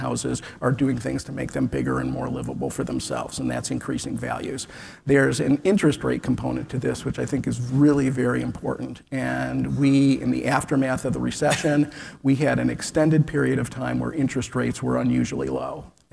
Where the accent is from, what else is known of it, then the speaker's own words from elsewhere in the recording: Cleveland Heights, Ohio, United States; now in Columbus, United States; in the neighborhood I live in Columbus, which is a lot like the neighborhood I grew up in Cleveland Heights with old houses from the 1920s and 30s